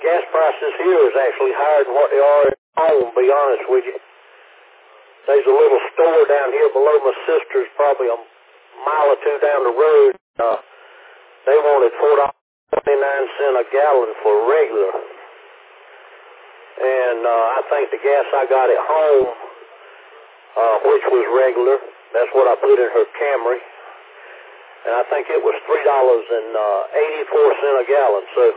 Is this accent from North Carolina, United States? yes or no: yes; Fuquay-Varina, North Carolina, United States; I was born and raised in Fuquay